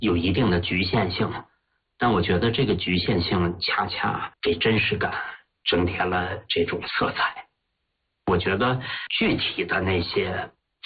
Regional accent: Heilongjiang, China; 因为我本身是黑龙江人嘛，小时候闻目睹，我对那块土地特别熟悉嘛。

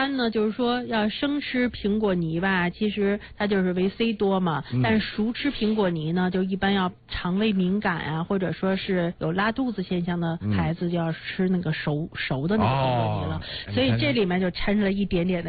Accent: China; 我们中国人

